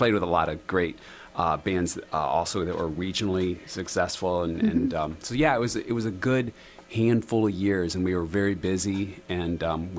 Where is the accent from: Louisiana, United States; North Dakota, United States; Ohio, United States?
Ohio, United States; moved away as an adult; now in Northern Michigan, United States; Well, I come from Ohio. Grew up down there and then moved up north some years ago, off and on. But now I'm here permanently